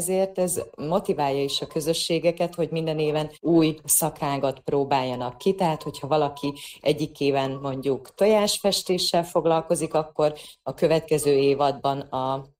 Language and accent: Hungarian; Zakarpattia Oblast, Ukraine; hát az elmúlt napokban otthon Kárpátalján a szürtei rendezvénytermünkben tartottuk meg az évadzáró szakkör kiállítást